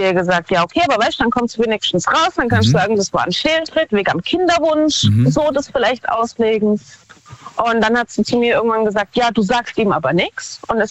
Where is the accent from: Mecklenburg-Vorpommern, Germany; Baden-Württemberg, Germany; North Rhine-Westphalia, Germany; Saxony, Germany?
Baden-Württemberg, Germany; Von Baden-Württemberg. Nähe Karlsruhe.